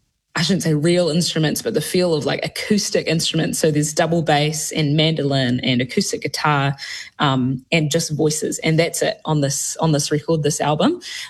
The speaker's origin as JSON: {"language": "English", "region": "Southland", "country": "New Zealand", "tie": "born or raised there", "said": "As I said, Ki Murihiku, I grew up in Southland. Down there grew up in a really little rural town."}